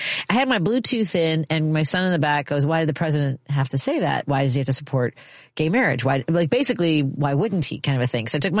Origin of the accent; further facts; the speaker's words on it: Chicago, Illinois, United States; I believe you're in the neighborhood I grew up in.